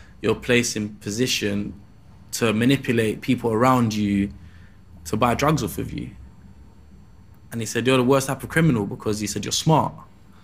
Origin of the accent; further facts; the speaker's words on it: Peckham, London, United Kingdom; but growing up in Peckham, people weren't for my demographic weren't really putting out YouTube videos